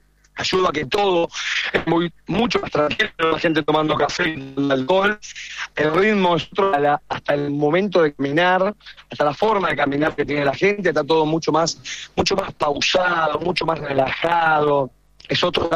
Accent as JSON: {"language": "Spanish", "country": "Argentina", "said": "uno de los de las derrotas más tristes como hincha argentino que tuve, fue acá mismo, en Atlanta. Yo era muy chico, tenía 8 años"}